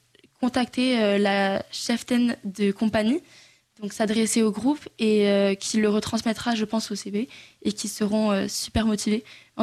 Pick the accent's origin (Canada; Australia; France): France; Bayonne, Nouvelle-Aquitaine; Cette année, on est 6 et on vient de Bayonne.